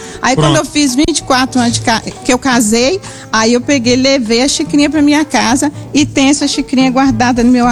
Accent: Itapemirim, Espírito Santo, Brazil; Eu sou de Iriri, Timirim, Espírito Santo. Sou capixaba de pai e mãe.

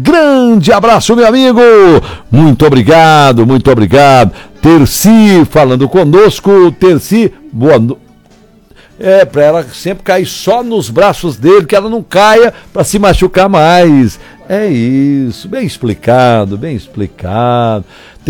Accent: Capelinha do Chumbo, Minas Gerais, Brazil; moved away; Capelinha do Chumbo, a minha Capelinha do Chumbo

